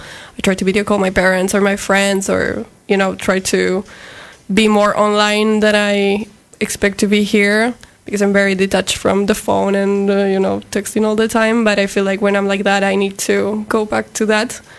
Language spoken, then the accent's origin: English; Argentina; English is a second language; I'm from Argentina.